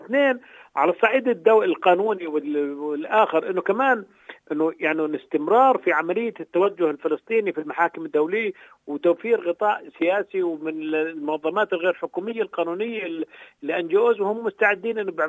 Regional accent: Palestine; احنا مطلوب منا كفلسطينيين

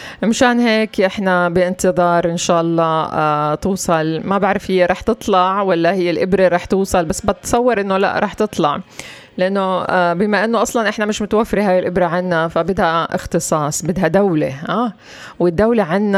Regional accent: Palestine; بالنسبة لنا كفلسطينيين.

